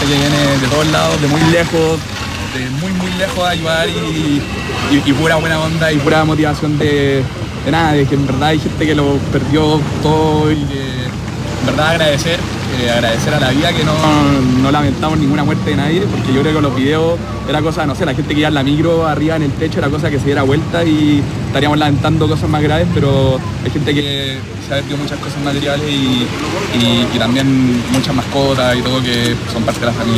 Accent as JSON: {"language": "Spanish", "country": "Chile", "said": "En verdad yo creo que si hay algo que nos queda como chilenos que vamos donde sea, cuando sea, a ayudar la catástrofe que sea"}